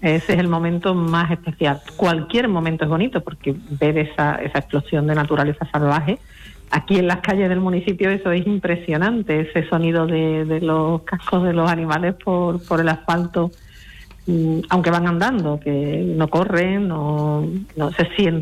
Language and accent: Spanish; Hinojos, Andalusia, Spain; Yo soy sobre todo hinojera y me siento muy, muy orgullosa de mi pueblo